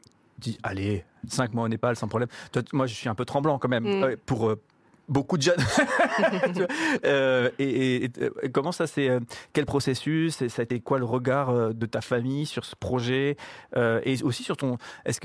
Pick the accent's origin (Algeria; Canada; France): France; Et là, tu te rends compte à quel point, en tant que Français, t'es fragile